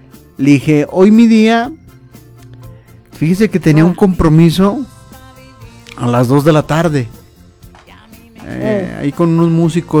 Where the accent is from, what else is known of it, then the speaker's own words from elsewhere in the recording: Mexico; cómo somos los mexicanos